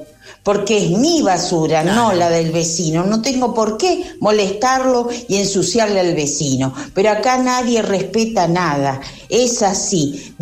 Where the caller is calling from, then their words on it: Fray Luis Beltrán, Santa Fe, Argentina; de Barrio Retiro, Burlón Sumer 2214.